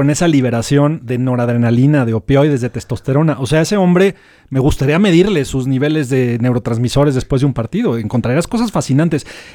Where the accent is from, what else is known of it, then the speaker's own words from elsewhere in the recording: Mexico; Los mexicanos somos y los latinos en general